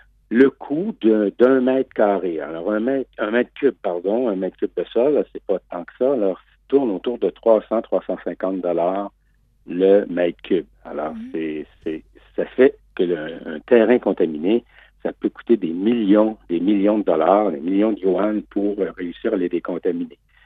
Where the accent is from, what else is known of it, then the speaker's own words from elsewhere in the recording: Canada; Même pour nous qui avons la chance de voyager, d'aller souvent en Chine quand on est Canadien